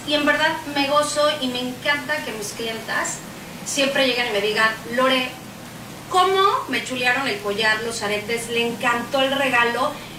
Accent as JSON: {"language": "Spanish", "country": "Mexico", "said": "hay que reconocer lo que tiene nuestro país como mexicanos"}